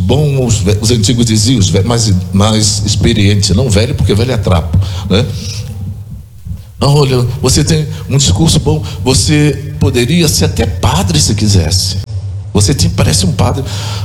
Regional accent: Rio de Janeiro, Brazil; eu sou da cidade do Rio de Janeiro

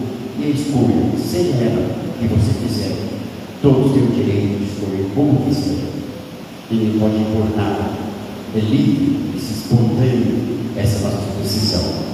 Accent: Brazil

